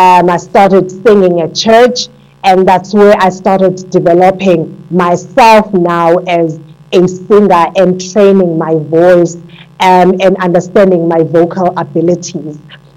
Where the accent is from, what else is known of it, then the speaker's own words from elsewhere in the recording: Port Elizabeth, Eastern Cape, South Africa; born there; also born or lived in Johannesburg; My mother then took me to Johannesburg, where she was working as a domestic worker. I grew up in Johannesburg for a little bit of a while up until she passed on, and I went back to Port Elizabeth